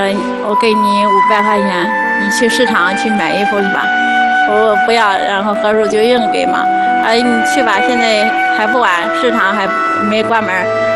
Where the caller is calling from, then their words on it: Henan, China; 他的声音和我们河南人说话不一样嘛